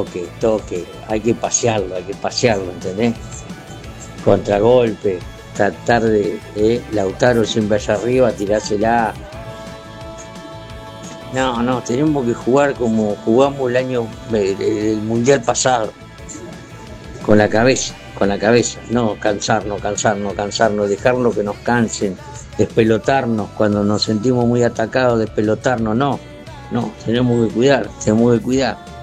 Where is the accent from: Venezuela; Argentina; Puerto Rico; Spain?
Argentina; somos argentinos y tenemos esa picardía